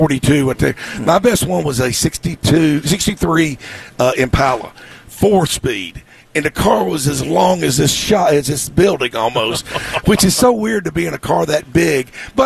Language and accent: English; Nashville, Tennessee, United States; I grew up in East Nashville. I grew up on the other side of Shelby Park.